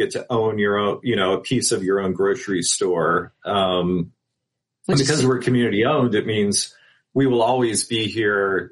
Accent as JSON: {"language": "English", "region": "Missouri", "country": "United States", "tie": "born or raised there", "also_born_or_lived": "West Coast / New York", "lives_now": "Chicago, United States", "said": "Grew up the first part of my life in Missouri, then moved to the West Coast, moved around a bit, lived in upstate New York before moving to Chicago."}